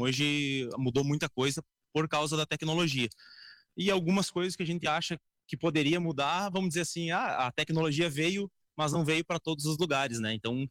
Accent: Soledade, Rio Grande do Sul, Brazil; Sou natural de Soledade, nasci e me criei aqui. Sou natural, vamos dizer assim, do São Sebastião, primeiro distrito de Soledade, mas sou natural daqui.

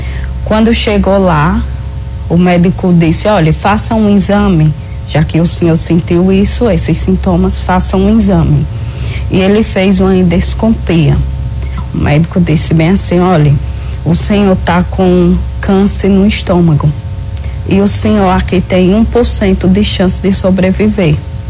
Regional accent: Alagoas, Brazil; moved away as an adult; Eu saí de Alagoas, fiquei lá em São Paulo com ele, no hospital

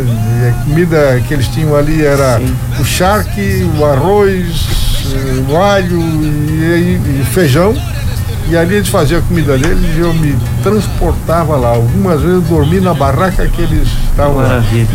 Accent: Luiz Alves, Santa Catarina, Brazil

